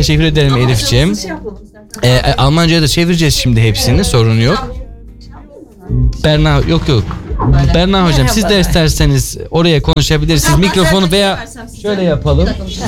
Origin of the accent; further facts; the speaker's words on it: Yozgat, Turkey; Ben neticede Türkiye'liyim ve Türkiye'yi de çok seviyorum.